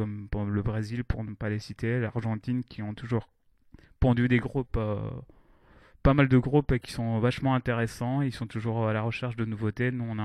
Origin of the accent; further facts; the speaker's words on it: Rennes, Brittany, France; now in Nantes, France; moi, je suis de Rennes à la base.